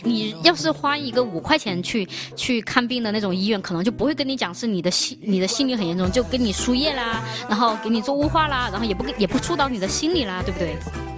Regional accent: Chongqing, China; accent: Chongqing dialect; 就是用我们重庆话来说叫崩小火和穷骨头发烧

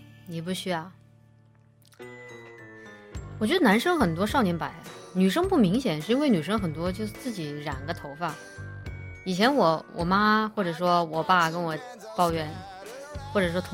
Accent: China; 我家乡川渝地区

